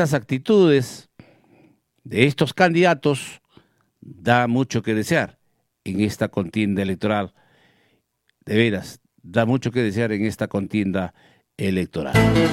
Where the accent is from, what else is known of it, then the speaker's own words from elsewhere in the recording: Villa Rica, Pasco, Peru; mi pueblo de Villarrica.